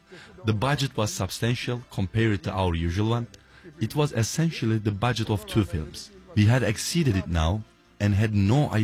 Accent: Istanbul, Turkey; Istanbul is an enormous city. I am from Ortaköy, one of the best districts.

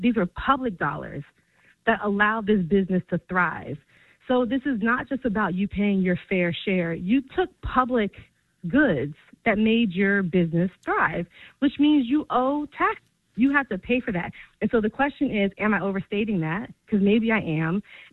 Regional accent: New Jersey, United States; I'm from New Jersey, always from New Jersey. So even down here in these DMV streets, still repping New Jersey

